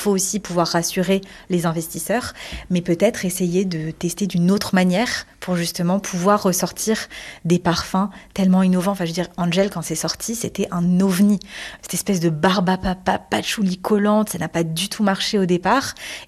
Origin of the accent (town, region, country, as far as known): Paris, Île-de-France, France; born or raised there